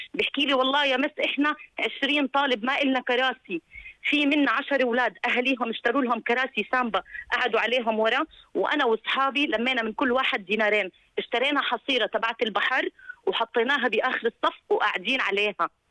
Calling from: Aqaba, Aqaba Governorate, Jordan; جدا سيء الوضع عندنا بالعقبة.

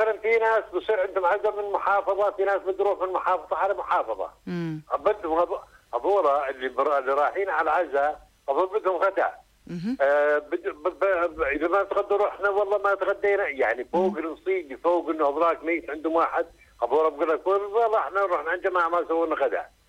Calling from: Aqaba, Aqaba Governorate, Jordan; أنا من العقبة.

